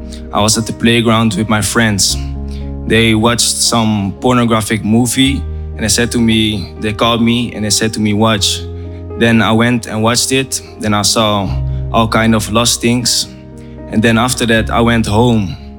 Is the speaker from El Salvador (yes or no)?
no; Netherlands; I'm coming from the Netherlands.